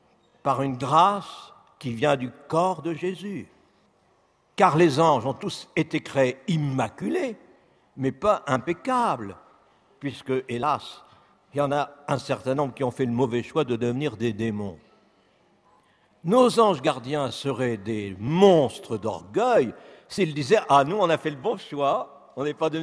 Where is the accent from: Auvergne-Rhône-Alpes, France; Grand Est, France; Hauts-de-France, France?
Hauts-de-France, France; Cambrai; born there; Je suis né, j'habite à Cambrai, célèbre pour ses bêtises